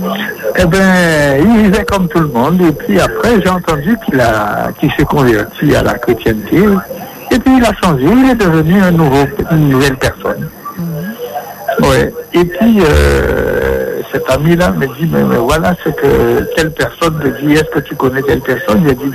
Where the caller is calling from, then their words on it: Guadeloupe; moi, je suis en Guadeloupe.